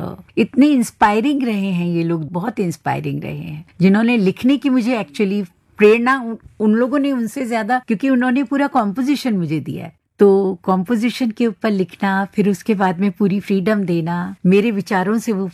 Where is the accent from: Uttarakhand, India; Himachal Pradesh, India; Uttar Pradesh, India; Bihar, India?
Uttar Pradesh, India; Meerut; मेरा बचपन मेरठ में बीता है।